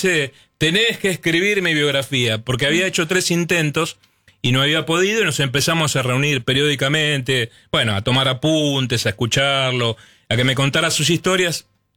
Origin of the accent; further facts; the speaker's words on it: Cañuelas, Buenos Aires Province, Argentina; moved away as an adult; yo soy de Cañuelas, de la provincia de Buenos Aires